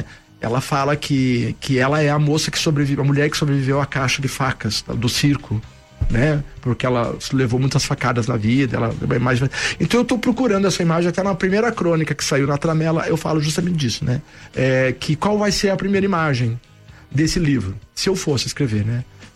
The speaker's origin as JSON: {"language": "Portuguese", "town": "Curitiba", "region": "Paraná", "country": "Brazil", "tie": "born or raised there", "said": "daquela casa no Lindóia, que para mim é um bairro muito simbólico, de Curitiba, lógico, que eu nasci na Vila Cubas, depois a família toda no Novo Mundo, que a gente era todos os vizinhos ali"}